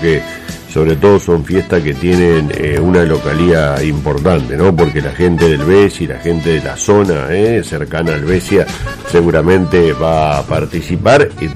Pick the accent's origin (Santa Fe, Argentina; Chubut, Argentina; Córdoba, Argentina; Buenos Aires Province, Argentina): Santa Fe, Argentina; nosotros como santafesinos